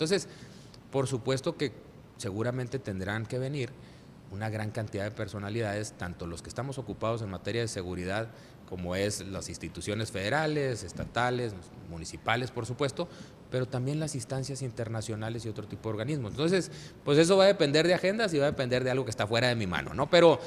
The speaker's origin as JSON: {"language": "Spanish", "region": "Chihuahua", "country": "Mexico", "said": "Somos mexicanos, orgullosamente mexicanos, pero a los chihuahuenses nos interesa Chihuahua."}